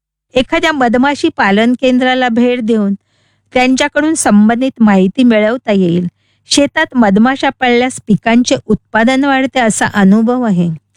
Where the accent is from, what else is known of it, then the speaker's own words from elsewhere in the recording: Niphad, Maharashtra, India; माझं बालपण निफाड व माझं गाव पिंपळस रामाचे निफाड तालुक्यातलंच. इथे माझं बालपण गेलं.